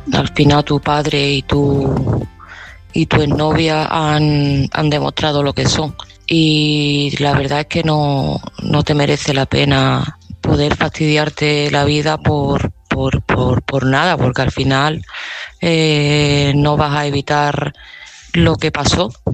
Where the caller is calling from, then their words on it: Seville, Andalusia, Spain; de Sevilla y este mensaje va para Basile.